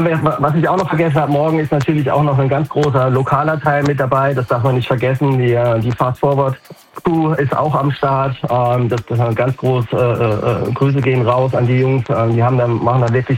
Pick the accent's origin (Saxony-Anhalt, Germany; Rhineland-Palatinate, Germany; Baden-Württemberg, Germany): Baden-Württemberg, Germany; Heidelberg; born there; Ich bin gebürtiger Heidelberger.